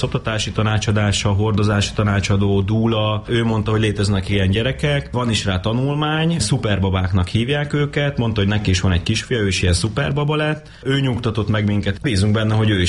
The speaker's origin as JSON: {"language": "Hungarian", "town": "Pécs", "region": "Baranya", "country": "Hungary", "also_born_or_lived": "Austria", "moved": "as an adult", "said": "mind a ketten mi pécsiek vagyunk"}